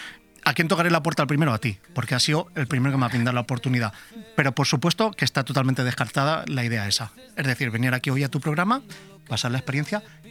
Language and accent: Spanish; Bogarra, Castilla-La Mancha, Spain; also born or lived in Albacete / Asturias / Madrid; Albacete capital, aunque soy de un pueblo de Bogarra, de la Dehesa del Val.